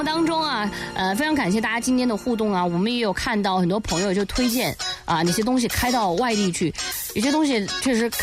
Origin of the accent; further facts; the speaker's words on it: Guizhou, China; 我们贵州人的胃很排外